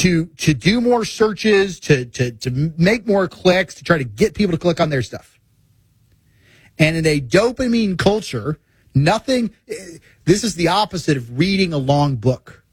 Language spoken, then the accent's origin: English; Missouri, United States; I'm from Missouri.